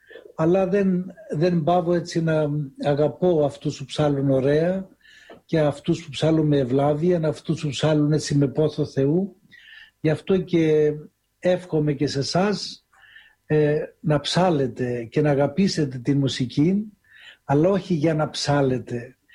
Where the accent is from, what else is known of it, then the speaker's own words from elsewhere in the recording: Famagusta District, Cyprus; moved away as an adult; now in Mount Athos, Greece; πήγαινα μόνος μου εγώ από το χωριό μου σε μια κομμόπολη στο Λευκόνικο, έτσι λεγόταν